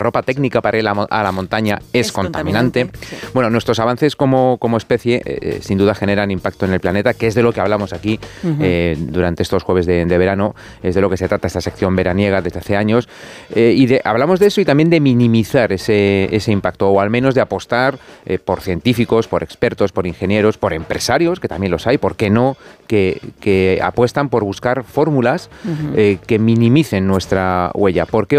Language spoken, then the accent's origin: Spanish; Spain; Yo soy de las autonomías. Vale, soy de la España de las autonomías.